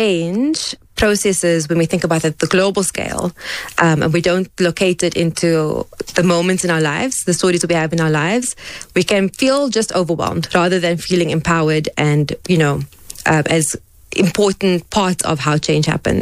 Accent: Cape Town, Western Cape, South Africa; now in Johannesburg, South Africa; Okay, so I've been in Joburg now for 16 years. Time flies. I'm actually from Cape Town, born and raised.

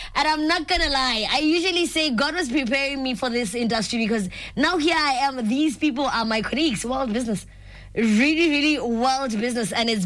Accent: Francistown, North-East District, Botswana; remember, I'm from Francistown

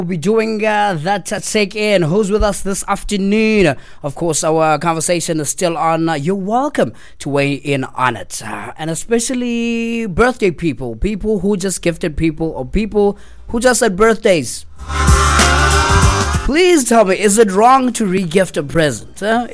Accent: George, Western Cape, South Africa; No, I'm from George.

